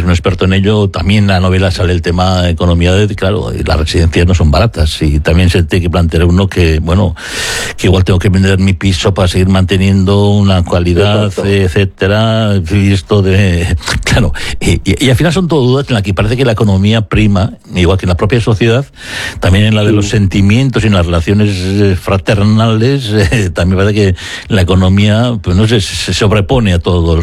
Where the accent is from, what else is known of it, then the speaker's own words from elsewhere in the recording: Basque Country, Spain; como vasco, aquí hay que meter condicional en todo, aunque no somos así